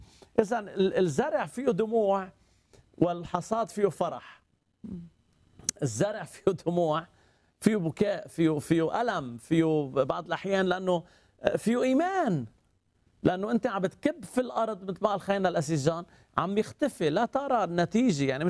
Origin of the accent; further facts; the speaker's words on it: Lebanon; عندنا بلبنان